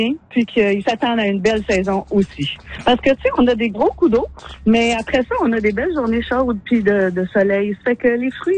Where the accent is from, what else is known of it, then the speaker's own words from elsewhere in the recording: La Pocatière, Quebec, Canada; On n'a pas nécessairement une terre à bleuets ici, chez nous, à la Pocatière, proche du fleuve, parce qu'on est dans l'argile.